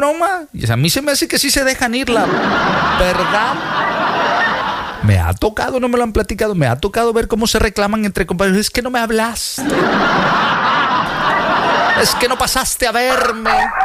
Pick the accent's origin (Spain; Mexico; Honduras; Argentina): Mexico; Veracruz; Yo soy de oro. Yo soy ese jarocho.